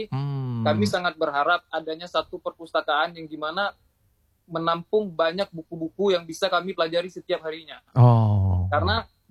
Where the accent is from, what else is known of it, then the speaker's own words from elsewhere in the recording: Banda Aceh, Aceh, Indonesia; Saya sendiri lahir dan besar di Banda Aceh, namun di satu tahun kebelakang saya pindah bersama dengan orang tua ke Kabupaten Aceh Singkil ya.